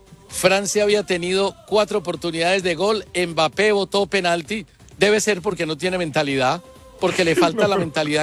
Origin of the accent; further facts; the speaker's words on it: Colombia; Yo la verdad es que no entiendo a mi pueblo, no entiendo a mi Colombia querida